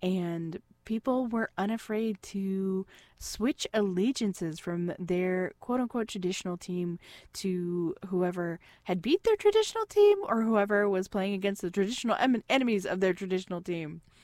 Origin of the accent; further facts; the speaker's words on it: California, United States; moved away; I grew up in Central California